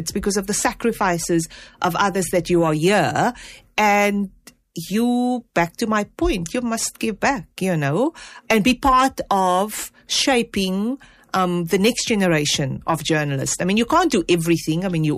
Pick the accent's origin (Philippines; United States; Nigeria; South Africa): South Africa